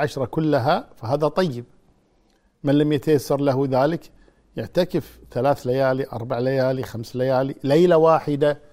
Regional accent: Kuwait; نعم إذا وأظن الحمد لله عندنا في الكويت يعني الوزارة يعني مهيئة لهذا

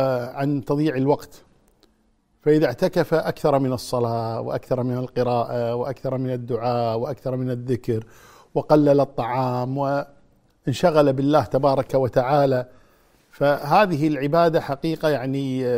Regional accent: Kuwait

